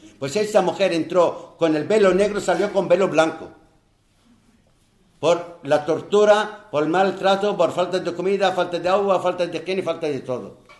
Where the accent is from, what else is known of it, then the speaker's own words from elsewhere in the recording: Israel; Spanish is a second language; A nosotros los palestinos que vivimos en el llamado Estado de Israel nos obligan a decir que somos árabes israelíes, pero somos palestinos. Pero lo bueno de esa tierra que no hemos perdido la lengua.